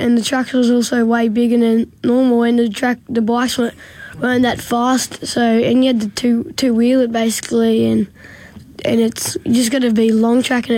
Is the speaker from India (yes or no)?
no; Adelaide, South Australia, Australia; born there; also born or lived in Mildura; I was born in Adelaide, but it's still been probably rode more in Mildura than Adelaide.